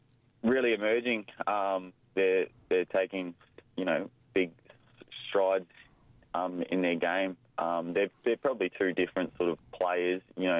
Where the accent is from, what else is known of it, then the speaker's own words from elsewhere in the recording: Darwin, Northern Territory, Australia; moved away as an adult; now in Perth, Australia; I'm from Darwin originally, so I've played NTFL all my junior footy.